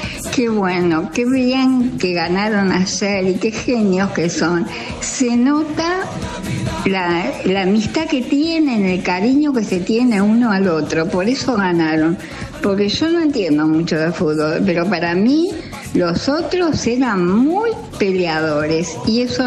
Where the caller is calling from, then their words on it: Buenos Aires, Argentina; de Colegiales, tengo 80 años y estoy trabajando.